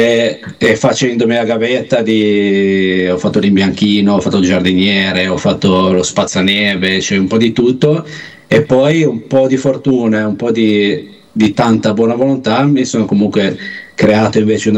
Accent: Liguria, Italy; moved away as an adult; now in Iceland; i miei monti, io sono dell'Alta Val Polcevera

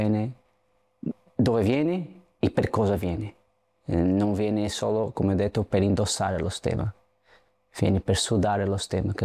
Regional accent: Portugal; Italian is a second language; E come portoghese, che non siamo molto diversi dagli italiani da tanti secoli che abbiamo girato al mondo

